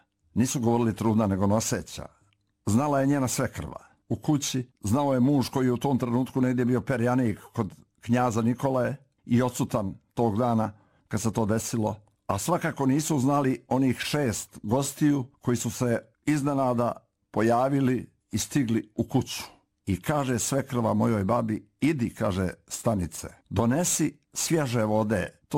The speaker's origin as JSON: {"language": "Serbian", "town": "Morakovo", "region": "Nikšić Municipality", "country": "Montenegro", "tie": "born or raised there", "said": "u onom mom zavičaju odakle sam ja, gdje sam rođen, gdje sam nastao, gdje sam rastao, a to je Nikšićki kraj i selo Morakovo u Župi Nikšićkoj, planinsko selo."}